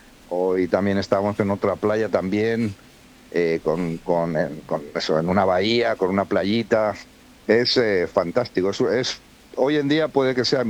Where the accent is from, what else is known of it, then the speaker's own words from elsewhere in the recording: Argentina; como buen argentino hay que buscar lo bueno, bonito y barato.